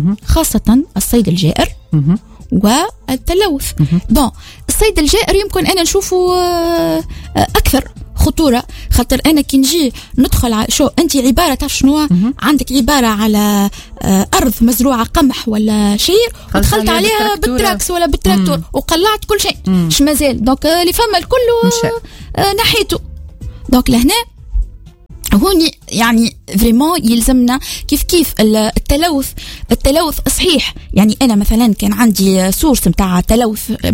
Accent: Tunisia; واحنا في تونس

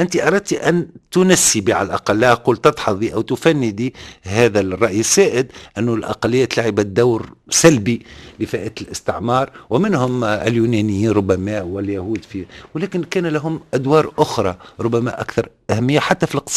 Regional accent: Tunisia; عندنا في تونس

